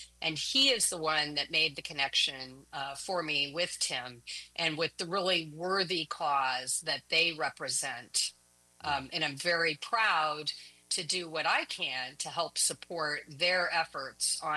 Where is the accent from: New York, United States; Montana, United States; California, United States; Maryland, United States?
Montana, United States; But so I'm originally from Montana, grew up in the great state of Montana, and joined Army ROTC to pay my college tuition.